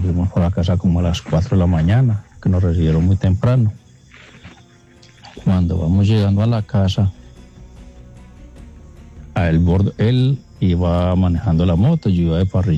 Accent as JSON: {"language": "Spanish", "town": "Remedios", "region": "Antioquia", "country": "Colombia", "said": "Yo soy de acá, de Remedios, Antioquia. Remedios."}